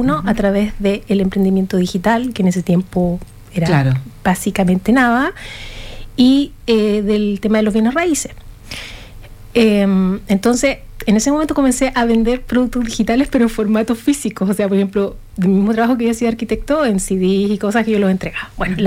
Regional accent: Viña del Mar, Valparaíso, Chile; born there; Yo nací en Viña del Mar.

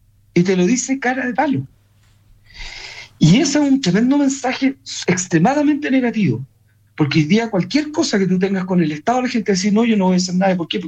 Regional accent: Chile; un pueblo como el chileno, como el nuestro

